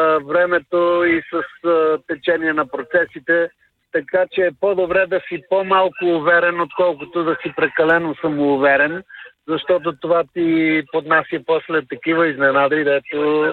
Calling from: Sofia, Sofia City, Bulgaria; се обажда от София.

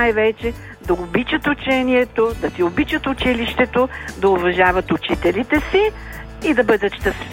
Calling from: Sofia, Sofia City, Bulgaria; Здравей, … … от София.

